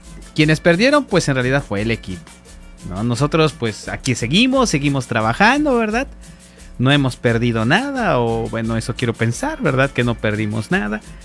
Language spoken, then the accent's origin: Spanish; Oaxaca, Mexico; born there; now in Hidalgo, Mexico; Los que nacimos en Oaxaca como su servidor, pues en Oaxaca, pero al final de cuentas, pues todos seguimos siendo mexicanos